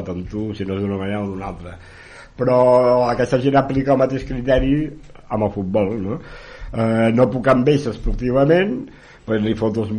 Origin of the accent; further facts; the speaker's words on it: Sant Quintí de Mediona, Catalonia, Spain; Miri, que soc de Sant Quirze de Mediona i em penjaran.